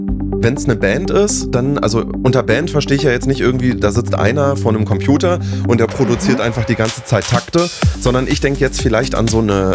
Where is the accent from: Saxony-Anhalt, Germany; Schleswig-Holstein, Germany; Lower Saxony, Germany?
Saxony-Anhalt, Germany; ich komme ja aus Sachsen-Anhalt.